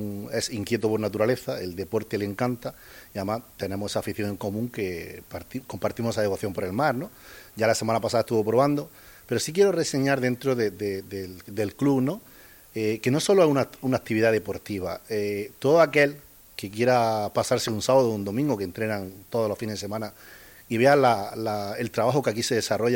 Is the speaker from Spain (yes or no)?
yes; Motril, Andalusia, Spain; todos los empresarios motrileños